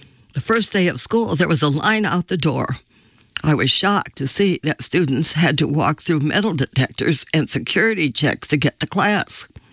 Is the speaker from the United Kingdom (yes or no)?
no; India; now in United States; something I dreamed of ever since I was growing up in India. John knew how much this meant to me